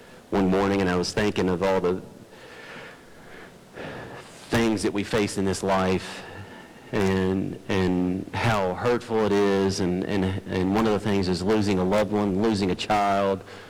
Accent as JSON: {"language": "English", "country": "United States", "said": "I'm American."}